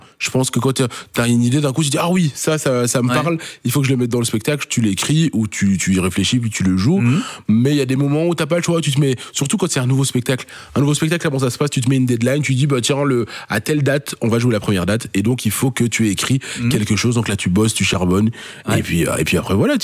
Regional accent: Charleroi, Wallonia, Belgium; Oui, évidemment. Moi, je suis Carolo pur sang.

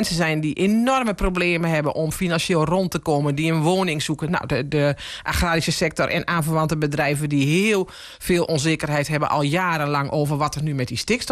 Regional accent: Gelderland, Netherlands; moved away; Ten meer ook omdat ik hier van oorsprong niet vandaan kom. Ik kom van oorsprong uit de Achterhoek.

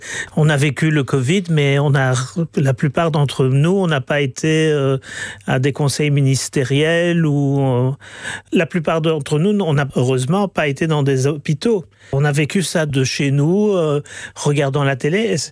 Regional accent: Iran; now in Belgium

